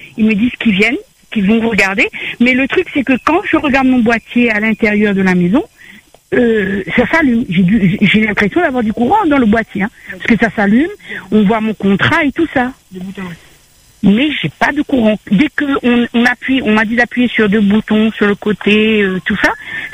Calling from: Réunion; parce que j'habite à Piton-Fougères, alors imaginez le temps ici, en la pluie, le vent très souvent.

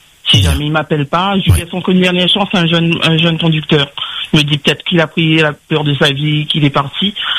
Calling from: Saint-Paul, Réunion; moi j'habite au Guillaume aussi.

